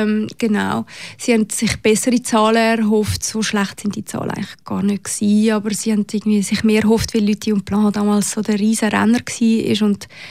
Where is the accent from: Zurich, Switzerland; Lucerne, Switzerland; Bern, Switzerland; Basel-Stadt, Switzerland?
Zurich, Switzerland; moved away as an adult; Ich bin halt aus Zürich gekommen und das ist so ein bisschen, ist ja die grösste Stadt, die wir haben.